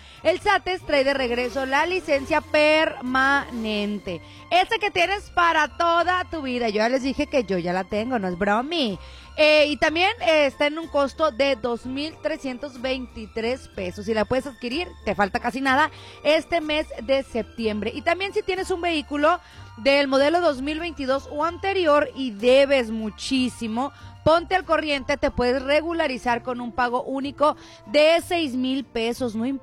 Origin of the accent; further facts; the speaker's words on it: Sinaloa, Mexico; Pues somos sinaloenses